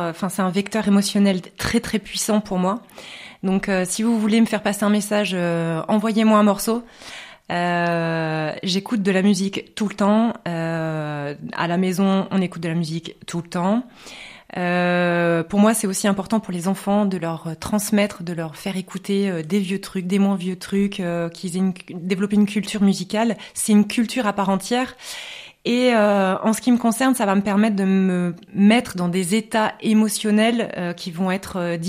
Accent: Bayeux, Normandy, France; also born or lived in Beijing; je suis née à Bayeux, je suis une vraie bajocasse.

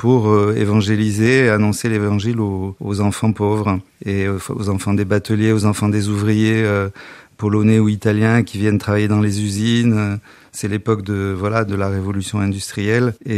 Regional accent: Algeria; moved away; En fait, je suis né en Algérie après l'indépendance, dans une famille qui était en Algérie depuis 6 générations et qui a choisi de rester après l'indépendance.

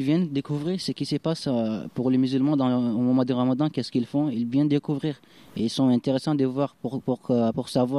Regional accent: Sudan; moved away; je viens du Soudan, je suis de religion musulmane.

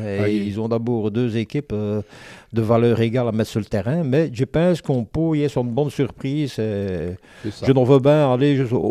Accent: Belgium; Mon papa qui est flamand, mon mère qui est wallonne, je suis belge à 2-5%.

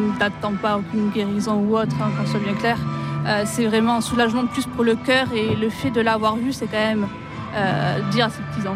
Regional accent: Pau, Nouvelle-Aquitaine, France; Et vu que j'habite à côté, donc je suis originaire de Pau, c'était l'occasion de venir.

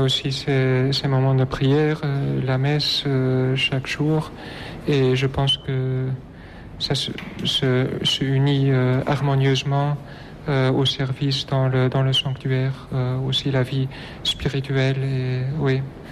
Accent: Flanders, Belgium; French is a second language; Voilà, je viens de la Belgique, de la Flandre, et je suis un séminariste

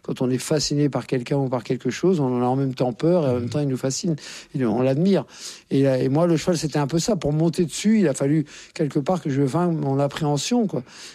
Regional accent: Courbevoie, Île-de-France, France; born there; mais je suis né à Courbevoie, donc ce n'est pas une région... comme chacun sait, qui ne pullule pas de chevaux.

